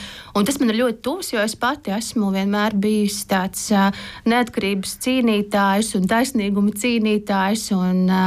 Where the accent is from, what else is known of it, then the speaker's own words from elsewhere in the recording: Courland, Latvia; esmu kurzemniece.